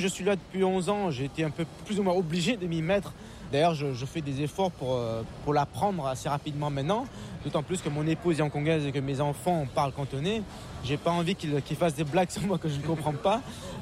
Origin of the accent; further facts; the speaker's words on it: Marseille, Provence-Alpes-Côte d'Azur, France; accent: Marseille; Je suis né, j'ai grandi à Marseille, et j'ai toujours gardé, a priori, une petite touche d'arsenal marseillais.